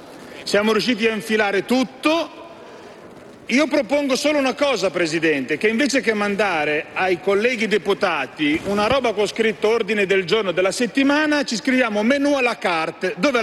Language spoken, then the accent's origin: Italian; Modena, Emilia-Romagna, Italy; sono un ragazzo di provincia, vengo da Modena